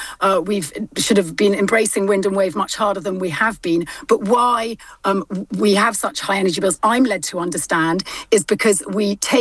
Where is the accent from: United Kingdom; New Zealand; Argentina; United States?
United Kingdom; Scotland; I'm not young, I am female. I can't unsee what I see. My father was a farmer. I grew up in the Highlands of Scotland.